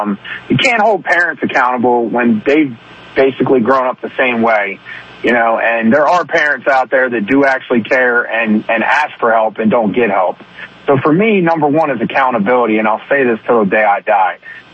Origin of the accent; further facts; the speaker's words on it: Baltimore, Maryland, United States; I grew up in Baltimore City